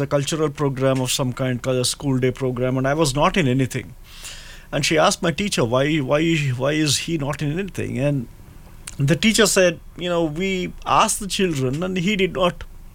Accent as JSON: {"language": "English", "town": "Bangalore", "region": "Karnataka", "country": "India", "tie": "born or raised there", "moved": "as an adult", "lives_now": "United States", "said": "So my background, I was born and raised in Bangalore."}